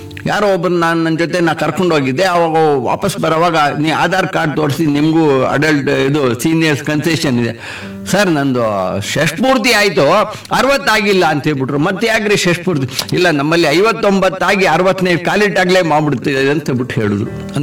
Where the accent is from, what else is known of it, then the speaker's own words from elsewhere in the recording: Melukote, Karnataka, India; born there; now in Bangalore, India; ನಾನು ನನ್ನ 60ನೇ ವಯಸ್ಸಿನ ಷಷ್ಠಿಹಬ್ಬದ ಪೂರ್ತಿ ನಮ್ಮ ಸ್ವಂತ ಊರು ಅಂತ ಹೇಳಿದೆ ಮೇಲ್ಕೋಟೆಯಲ್ಲೇ ಮಾಡಿಕೊಂಡೆ.